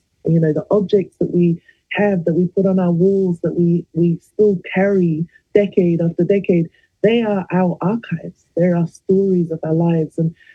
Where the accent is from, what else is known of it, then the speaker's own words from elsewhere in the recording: Suva, Central Division, Fiji; moved away as an adult; now in Kapiti Coast, New Zealand; I was born in Fiji. Suva is my hometown. But I've been here in Aotearoa for 25 years. So I like to think I've got one foot in both places. But I'm now relocated to the Kapiti